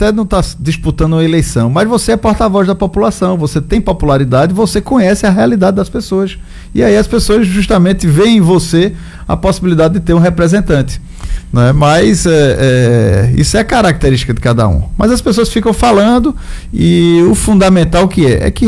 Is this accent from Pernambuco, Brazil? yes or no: yes; Recife, Pernambuco, Brazil; born there; now in Bahia, Brazil; eu nasci em Recife, vim para cá há mais de 20 anos, casei com Roberta, que é baiana.